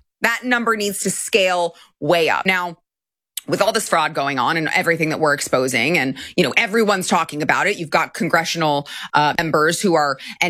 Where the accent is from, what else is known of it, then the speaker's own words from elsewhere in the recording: India; I am Indian and my top 100 enemies in this world and USA are fellow Indians.